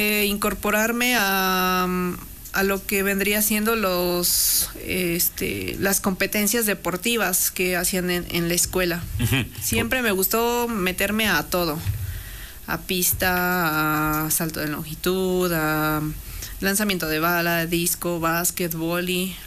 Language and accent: Spanish; Puebla, Mexico; Soy originaria de Puebla, Puebla.